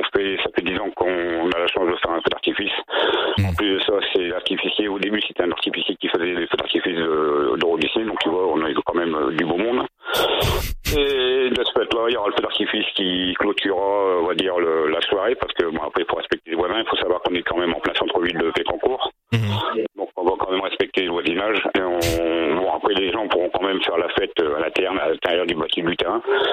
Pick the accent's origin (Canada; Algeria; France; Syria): France; Hauts-de-France; Les Ch'tis parce qu'on est du Nord, Truckers parce qu'on est tous des routiers.